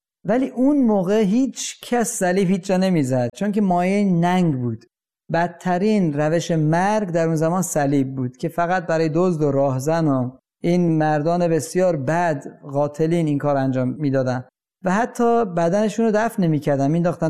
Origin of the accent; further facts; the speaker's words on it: Iran; من در ایران یا ماها همه در ایران متولد شدیم، بزرگ شدیم و دیدیم در کلیسا افرادی بودن که به خاطر ایمانشون طرد شدن.